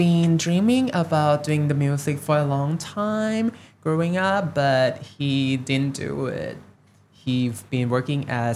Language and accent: English; Thailand; I didn't have much challenges growing up in Thailand